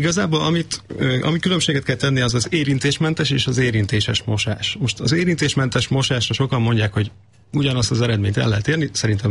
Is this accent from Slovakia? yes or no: no; Hungary; Nyilván magyarok vagyunk